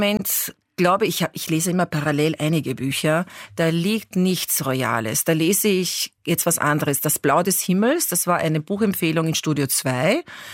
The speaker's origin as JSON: {"language": "German", "region": "Burgenland", "country": "Austria", "tie": "born or raised there", "said": "also die kam immer ins Burgenland, da wo ich groß geworden bin."}